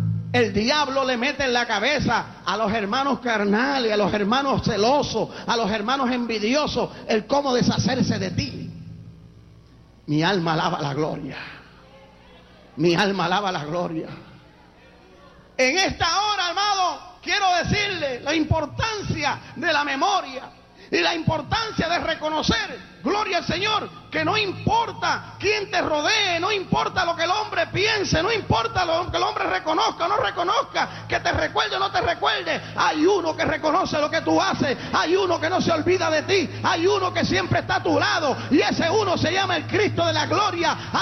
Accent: Puerto Rico; born there; Hay un refrán en Puerto Rico, donde yo nací

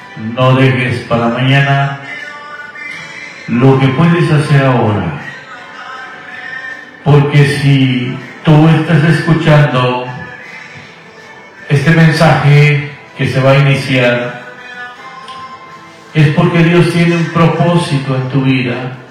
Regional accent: Guatemala; now in Houston, United States; Yo soy nacido en Guatemala, viviendo aquí en Houston, Texas, ya por pasadito de 30 años, pero recuerde que nunca olvidamos nuestras raíces.

